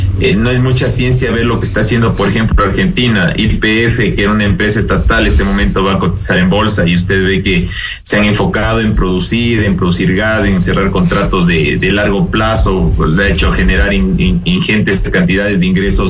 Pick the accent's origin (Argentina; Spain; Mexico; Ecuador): Ecuador; uno como ecuatoriano